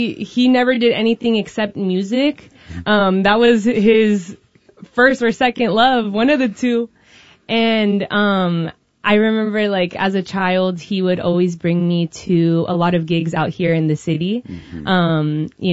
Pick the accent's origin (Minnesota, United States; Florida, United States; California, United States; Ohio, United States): California, United States; Redwood City; also born or lived in Mexico; I was born in Mexico to a third generation San Franciscan mother, mm-hmm. and then I was raised mostly in Redwood City.